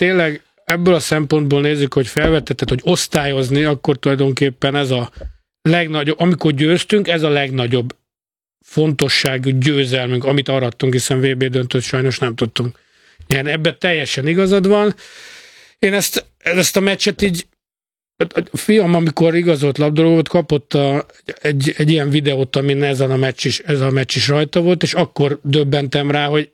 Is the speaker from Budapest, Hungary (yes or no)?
yes; Budapest, Hungary; most délelőtt kint voltam Anyunál Nagytéténből, felnőttem, Budafok Nagytétény